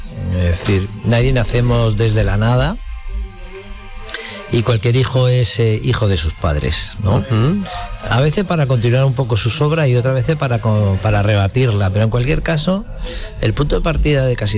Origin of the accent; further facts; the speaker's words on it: La Palma del Condado, Andalusia, Spain; moved away; also born or lived in Zaragoza; Yo me retiré aquí, evidentemente, porque soy andaluz, soy de La Palma del Condado, y porque aquí está parte de mi memoria, ¿no? De mi infancia